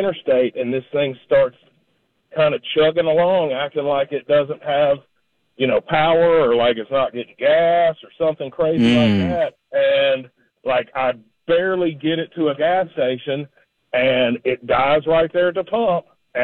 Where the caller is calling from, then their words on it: Lebanon, Tennessee, United States; I'm from the Lebanon area.